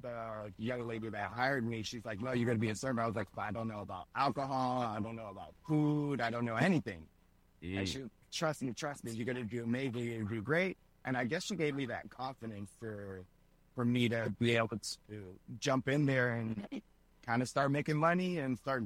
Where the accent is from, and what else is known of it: Vero Beach, Florida, United States; born there; also born or lived in Hartford, Connecticut / Orlando, Florida